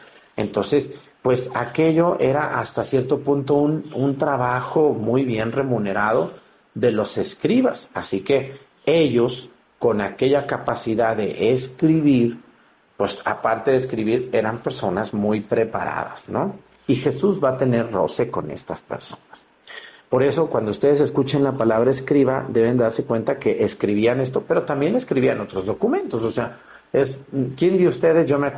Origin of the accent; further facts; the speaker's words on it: Mexticacán, Jalisco, Mexico; moved away; Como en mi pueblo, en Mestigacán